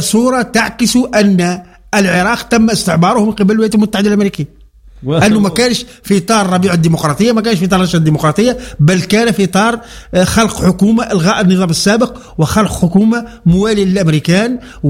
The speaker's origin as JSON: {"language": "Arabic", "country": "Tunisia", "said": "عندنا في تونس"}